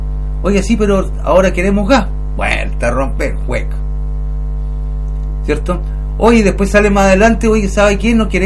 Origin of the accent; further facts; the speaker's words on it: Chile; como somos chilenos, estamos acostumbrados a que las cosas sean así